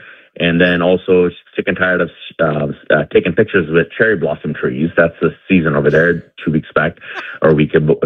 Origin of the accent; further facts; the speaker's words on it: California, United States; born there; growing up in Northern California.